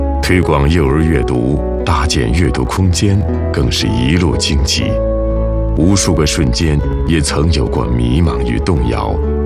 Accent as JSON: {"language": "Chinese", "region": "Tibet", "country": "China", "tie": "born or raised there", "said": "我生在高原，长在高原，这片辽阔纯净的雪域滋养了我的童年，也刻进了我的骨血。大学走出这里，看过外面的世界"}